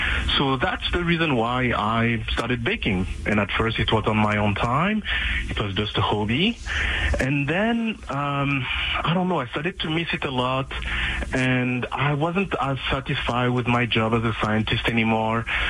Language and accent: English; Paris, Île-de-France, France; moved away as an adult; now in Calgary, California, United States; I was born and raised in Paris. And, you know, in Paris, you don't realize how lucky you are to have all those bakeries around you at every corner.